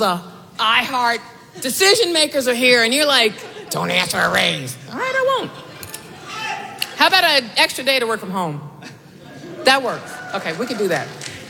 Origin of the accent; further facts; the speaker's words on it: Salisbury, North Carolina, United States; in my hometown of Salisbury, North Carolina.